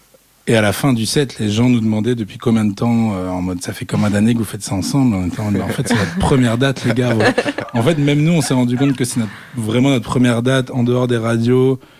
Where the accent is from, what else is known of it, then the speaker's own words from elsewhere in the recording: Brittany, France; moved away as an adult; now in Brussels, Belgium; ça fait 5-6 ans que je suis à Bruxelles, en Belgique. Je viens de Bretagne, en France de base. J'ai atterri ici pour les études et puis je suis resté.